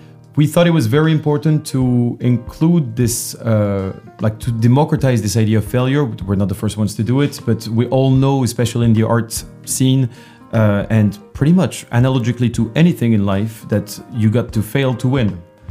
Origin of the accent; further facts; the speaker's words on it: Paris, Île-de-France, France; English is a second language; I'm from France, I'm from Paris, but I've been here for quite a long time.